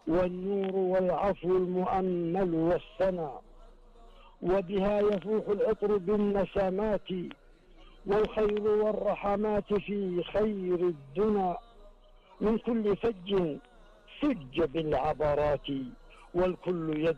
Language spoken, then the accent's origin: Arabic; Saudi Arabia; نحن كلنا كسعوديين